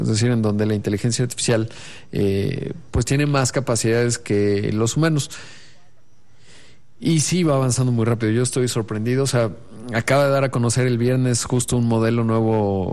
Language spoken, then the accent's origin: Spanish; Mexico